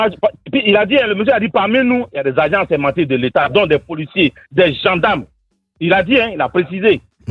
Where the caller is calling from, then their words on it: Côte d’Ivoire; Nous sommes des humains, nous sommes des Ivoiriens.